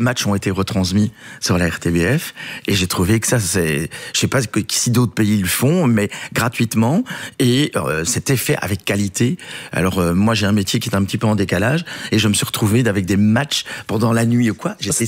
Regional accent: Belgium; Je suis fier d'être belge

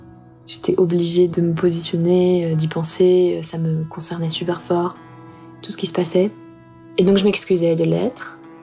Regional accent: Russia; quand je dis que je suis russe, je me sens toujours obligée de dire « mais je suis ». Il y a même une expression « the good Russian »

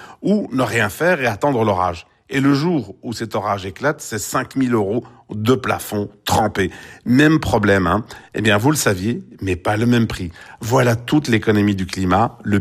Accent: Belgium; Et chez nous, en Belgique, Jean-Pascal Van Ypersel dit exactement la même chose.

